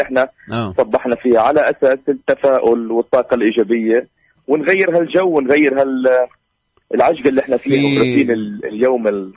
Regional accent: Palestine; احنا كشعب فلسطيني

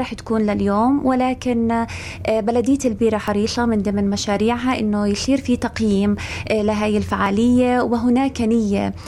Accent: Palestine; إحنا كشعب فلسطيني مصرين على التمسك بتراثنا، تاريخنا وجذورنا اللي بتربطنا بهاي الأرض وبتزرعنا فيها

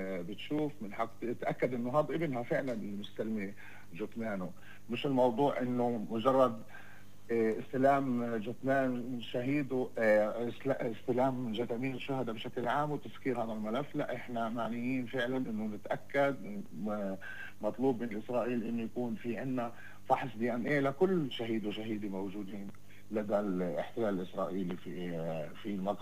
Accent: Palestine; إحنا كفلسطينيين

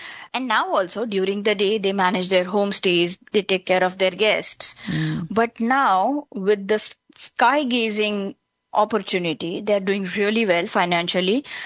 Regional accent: Mumbai, Maharashtra, India; born or raised there

